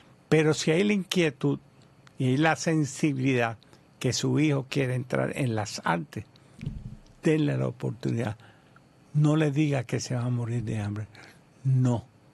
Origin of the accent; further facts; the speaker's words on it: Trujillo Alto, Puerto Rico; yo soy del barrio de Pocas de Trujillo Alto.